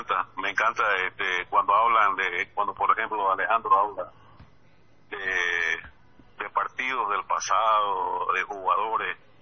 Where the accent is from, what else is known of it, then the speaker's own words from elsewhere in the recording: Santa Cruz de la Sierra, Santa Cruz, Bolivia; moved away; me crié en Huaracachi, soy de allá. Me acuerdo todavía cuando el enlocetado llegaba creo que hasta el tercer anillo nomás, la línea 1 llegaba hasta allá.